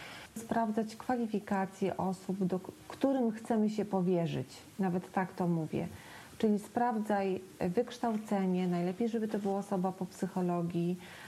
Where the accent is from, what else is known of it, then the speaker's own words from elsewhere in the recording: Lublin, Lublin Voivodeship, Poland; w miejscu, gdzie ja mieszkam, jestem z Lublina